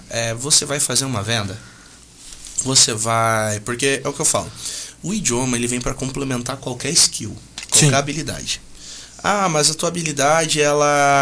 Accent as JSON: {"language": "Portuguese", "country": "Brazil", "first_language": "Portuguese"}